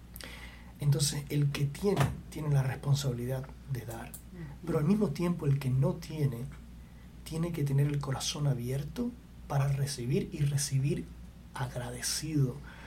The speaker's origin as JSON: {"language": "Spanish", "country": "Cuba", "tie": "born or raised there", "said": "esto es en Cuba, yo crecí en Cuba"}